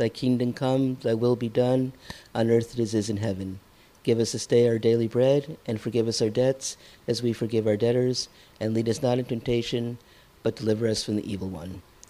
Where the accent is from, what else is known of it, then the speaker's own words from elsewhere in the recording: United States; moved away; My father came from Greece. I grew up in the United States. I was part of the Orthodox Church